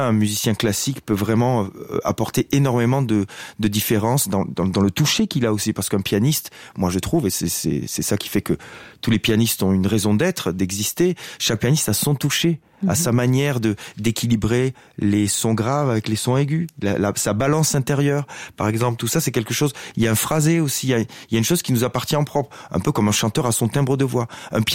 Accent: Occitanie, France; Donc moi je suis des Hautes-Pyrénées, donc c'est un endroit où, voilà, c'est l'endroit où je suis né et où j'habite encore aujourd'hui d'ailleurs.

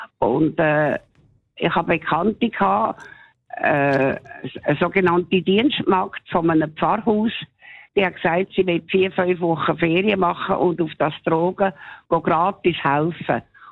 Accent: Zurich, Switzerland; Nein, ich bin in Zürich Oberstrasse aufgewachsen.

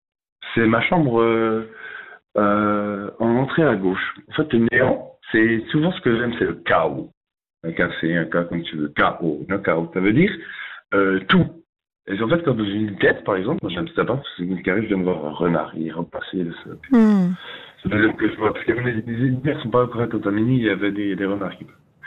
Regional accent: Neuchâtel, Switzerland

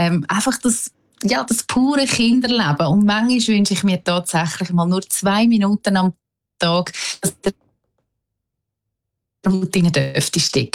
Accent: Benken, Switzerland; moved away; ich bin in Benken aufgewachsen, in meinem kleinen Dorf und an dem Dorf Benken widme mich sozusagen der erste Mundart-Song, der so heisst … das ist … Dort wohnen noch meine Eltern

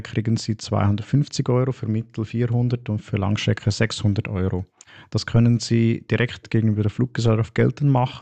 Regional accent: Switzerland; Und solche Urteile sind bei uns in der Schweiz nicht direkt anwendbar.

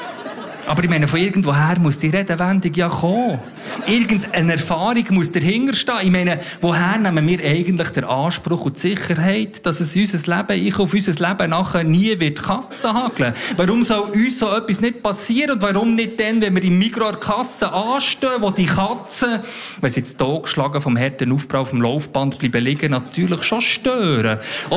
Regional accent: Bern, Switzerland; now in Zurich, Switzerland; Ich komme ursprünglich aus dem Emmental, wohne jetzt aber schon seit längerem in Zürich.

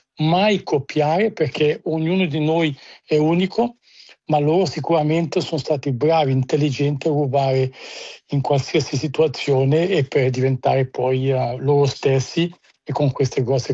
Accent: Ticino, Switzerland; anche perché siamo ticinesi, siamo in minoranza

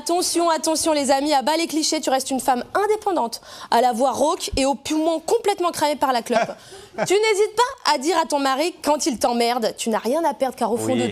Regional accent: Valais, Switzerland; Eh oui, mais moi, je suis une vraie valaisanne, je le sens quand je critique les touristes à la montagne ou quand je mange une fondue chinoise à chaque Noël, tu vois. Je sens que celles sont là, mes racines valaisannes.

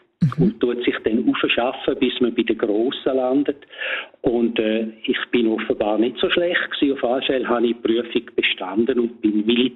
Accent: Domat/Ems, Graubünden, Switzerland; das ganze Dorf, wo ich aufgewachsen bin, die sitzen jetzt vor dem Fernseher und schauen zu. Mhm. Weil damals hat es in dem Dorf, wo ich aufgewachsen bin, im bündnerischen Domadems, da hat es ein Fernsehsender gegeben.

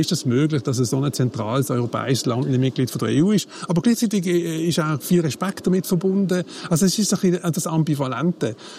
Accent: Switzerland

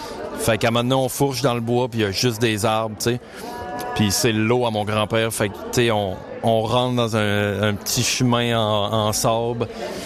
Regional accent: Saint-Prime, Quebec, Canada; Je viens de Saint-Prime au Lac-Saint-Jean, au Québec, au Canada.

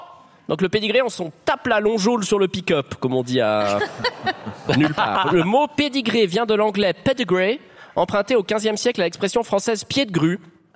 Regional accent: Geneva, Switzerland; moi, j'ai grandi, même si j'ai grandi à Genève, mes deux parents sont vaudois, donc j'ai été élevé dans un foyer vaudois.

